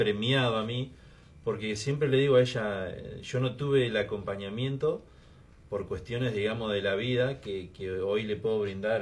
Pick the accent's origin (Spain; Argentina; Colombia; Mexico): Argentina; Cañada Rosquín, Santa Fe; also born or lived in Entre Ríos; Criado en el lado de Santa Fe, yo me crié en Cañada Rosquín, el pueblo